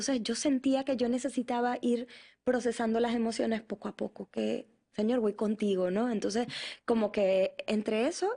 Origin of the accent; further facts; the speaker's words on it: Maracaibo, Zulia, Venezuela; moved away as an adult; yo soy venezolana, no sé si lo había dicho. Pero cuando me fui de Maracaibo, tenía ya la escuela más de 25 años de fundada.